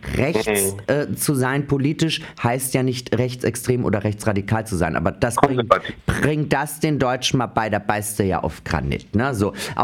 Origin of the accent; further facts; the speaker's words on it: Carinthia, Austria; moved away; ich komme aus Österreich. Ich bin mit Jörg Haider aufgewachsen als Landeshauptmann.